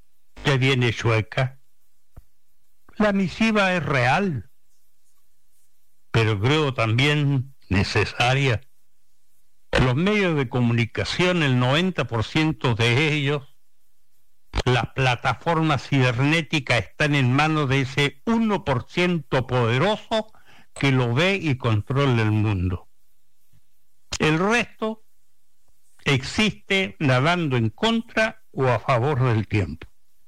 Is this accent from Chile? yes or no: yes; Chile; Los chilenos, por ejemplo, somos todos mestizos.